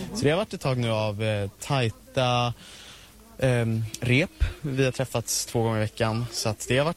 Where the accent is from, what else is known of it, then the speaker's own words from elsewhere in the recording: Nacka, Stockholm County, Sweden; Jag är från Nacka.